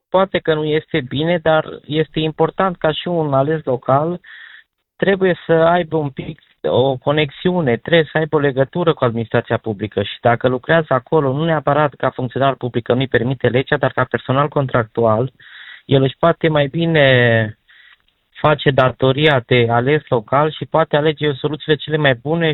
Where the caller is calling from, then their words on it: Cluj-Napoca, Cluj County, Romania; vă sunt de la Cluj.